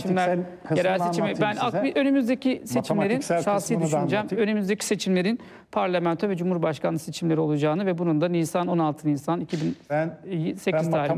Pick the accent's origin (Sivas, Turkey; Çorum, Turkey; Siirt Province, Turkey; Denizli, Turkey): Denizli, Turkey; İzmir örneğini ben bir Egel olarak söyleyeyim. Ege Denizliliyim, işte İzmir'de abimler yaşıyor.